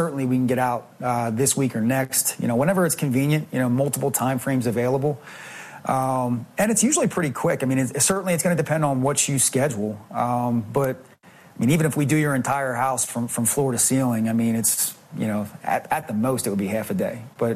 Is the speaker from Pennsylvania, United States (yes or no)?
yes; Philadelphia, Pennsylvania, United States; now in Dublin, Ohio, United States; I am from the Philadelphia area. Currently, I'm in Dublin, Ohio.